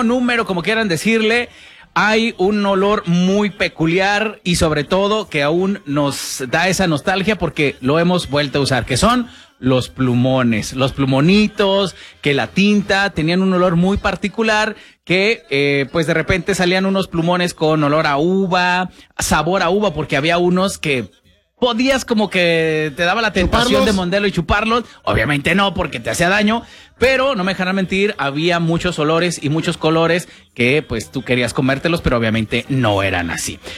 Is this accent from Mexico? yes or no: yes; Mexico; moved away; Los que somos de México sabemos de los que están hablando